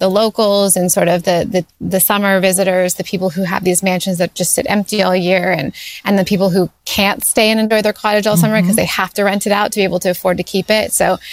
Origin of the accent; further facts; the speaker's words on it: Canada; I am always just always trying to set things in Canada about Canadians because I'm Canadian